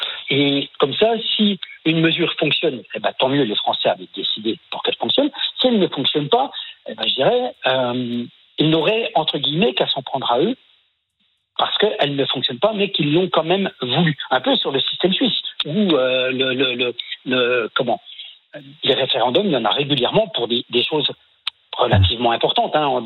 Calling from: Bourgogne-Franche-Comté, France; Moi, je suis dans un petit village à côté de Besançon, en Courcelles.

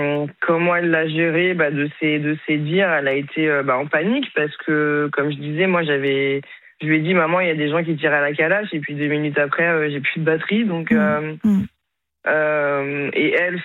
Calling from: Asnières-sur-Seine, Île-de-France, France; Je suis à Asnières-sur-Seine.

